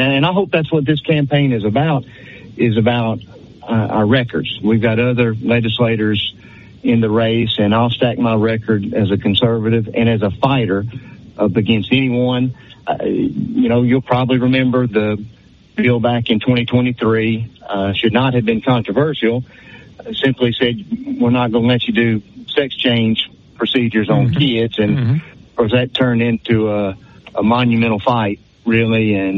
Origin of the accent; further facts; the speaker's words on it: Rapides Parish, Louisiana, United States; moved away as an adult; now in Grant Parish, United States; Born and raised in Rapides Parish. Been in Grant Parish, which we absolutely love, about 20 years.